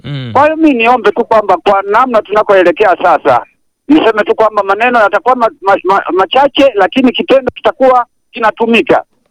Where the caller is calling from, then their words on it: Shinyanga, Tanzania; mimi natoka Halmashauri ya Ushetu kama Shinyanga hapa.